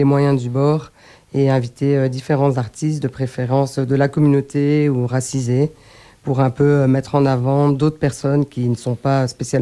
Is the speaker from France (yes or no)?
no; Brussels, Brussels-Capital Region, Belgium; j'ai grandi pendant 20 ans dans les quartiers nord de Bruxelles à la Cité Modèle.